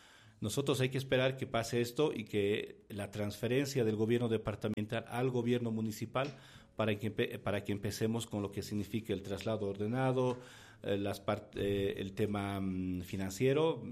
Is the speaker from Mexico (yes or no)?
yes; San Luis Potosí, Mexico; somos potosinos que generamos en este municipio